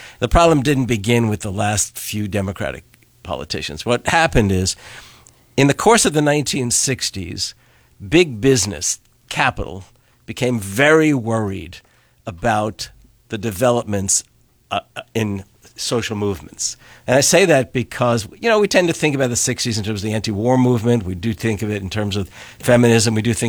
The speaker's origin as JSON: {"language": "English", "town": "New York City", "region": "New York", "country": "United States", "tie": "born or raised there", "also_born_or_lived": "England / Louisiana", "moved": "yes", "lives_now": "Wisconsin, United States", "said": "Well, just for starters, I've been here in Wisconsin for more than 45 years. I grew up in the New York City area. I studied in England, I studied in Louisiana, and I ended up in Wisconsin."}